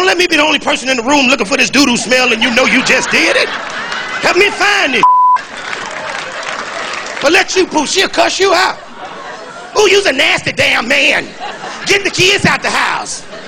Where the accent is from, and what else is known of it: Chicago, Illinois, United States